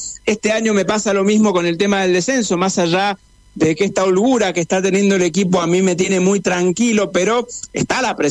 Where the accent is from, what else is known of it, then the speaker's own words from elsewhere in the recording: Argentina; porque somos argentinos, somos sangrientos y el fútbol nos mueve y nos conmueve.